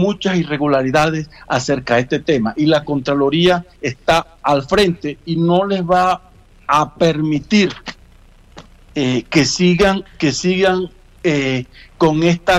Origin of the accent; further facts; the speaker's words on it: San Juan del Cesar, La Guajira, Colombia; gracias a usted, al pueblo sanjuanero, mi pueblo, le mando un abrazo.